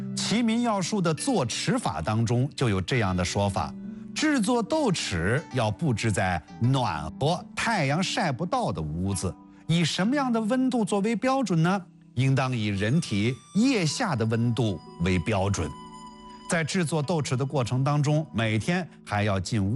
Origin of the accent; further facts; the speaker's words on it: China; 我们中国人